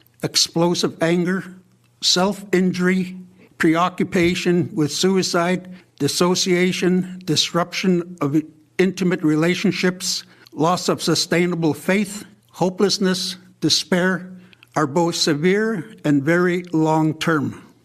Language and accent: English; Tsiigehtchic, Northwest Territories, Canada; I'm from Siketchik.